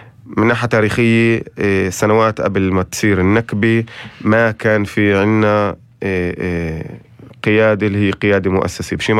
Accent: Israel; إحنا شو بدنا من حالنا كفلسطينيين بالداخل الإسرائيلي هون موجودة، وكفلسطينيين كشعب

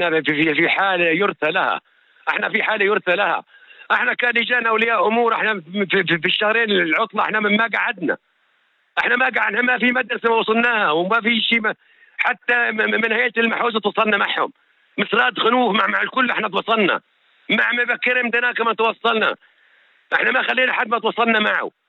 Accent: Southern District, Israel; احنا بالنسبة عندنا في النقب

